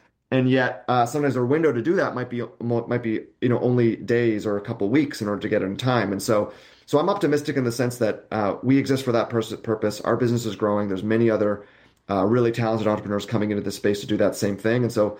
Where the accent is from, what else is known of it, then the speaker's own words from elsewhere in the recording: Canada; as a Canadian